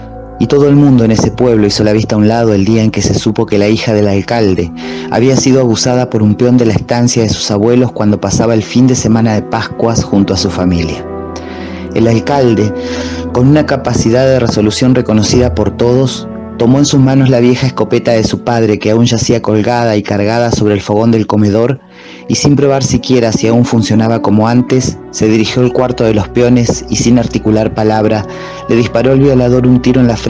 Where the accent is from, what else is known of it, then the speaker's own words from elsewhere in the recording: José de San Martín, Chubut, Argentina; now in Esquel, Argentina; soy de José de San Martín en la provincia de Chubut, pero actualmente resido en la ciudad de Esquel, también en la provincia de Chubut.